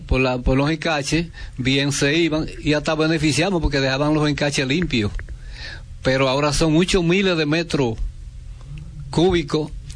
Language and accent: Spanish; La Vega, Dominican Republic; yo soy nativo, nacido y criado en esa comunidad, que hay cosas que coinciden mucho con lo que dice el padre. Nosotros vivimos Carrera de Palmas justamente frente a esa montaña.